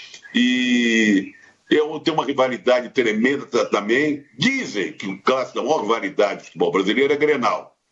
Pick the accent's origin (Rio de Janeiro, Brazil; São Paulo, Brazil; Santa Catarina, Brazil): Rio de Janeiro, Brazil; Aí eu fiquei com o Fla-Flu. Fla-Flu, porque eu sou carioca